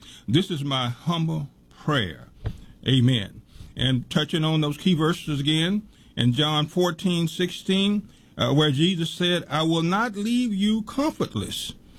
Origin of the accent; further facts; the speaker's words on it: Louisiana, United States; I'm originally from Louisiana here.